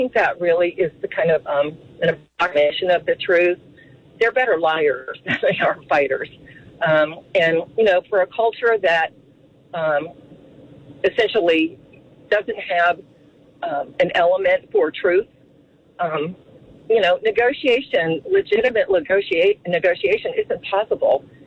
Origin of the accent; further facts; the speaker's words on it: United States; it's okay with me, you know, as an American citizen, to have the president going